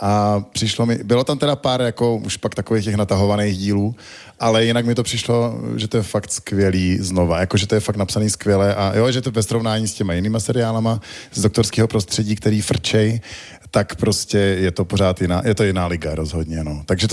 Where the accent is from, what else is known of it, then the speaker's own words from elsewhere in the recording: Prague, Czechia; Budějovická, Praha 4.